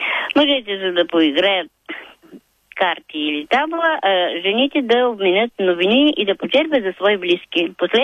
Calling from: Polski Trambesh, Veliko Tarnovo Province, Bulgaria; от Полски, съм из Велико Търновско.

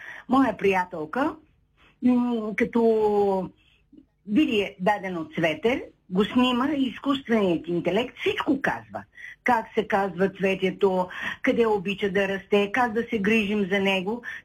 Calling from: Shumen, Shumen Province, Bulgaria; съм от Шумен.

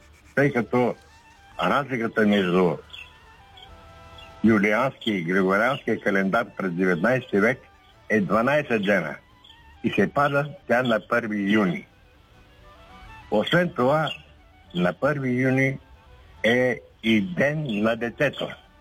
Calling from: Sofia, Sofia City, Bulgaria; от София съм.

